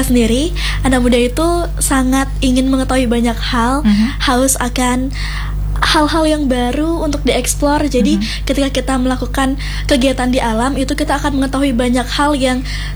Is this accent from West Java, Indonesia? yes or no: no; Buleleng, Bali, Indonesia; Kebetulan itu ada di kampung halaman saya, yaitu di Danau Tamblingan.